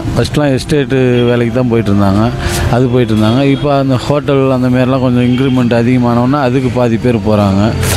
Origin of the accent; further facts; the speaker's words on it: Yercaud, Tamil Nadu, India; நான் ஜெரினாக்காடு, ஏற்காடு ஜெரினாக்காடு. பிறந்து வளர்ந்தது எல்லாமே இங்கே தான்.